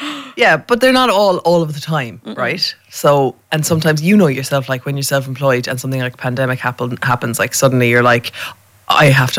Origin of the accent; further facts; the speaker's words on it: Cork, Munster, Ireland; moved away; I'm from Cork.